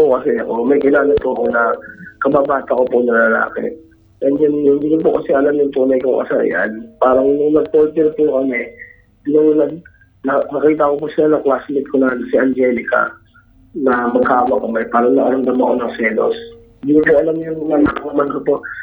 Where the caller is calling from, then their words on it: Manila, Metro Manila, Philippines; Tagatondo po.